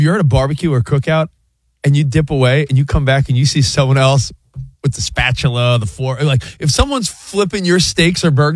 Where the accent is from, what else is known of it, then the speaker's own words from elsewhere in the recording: East Coast, United States; Maybe because we're from the East Coast, but I don't know.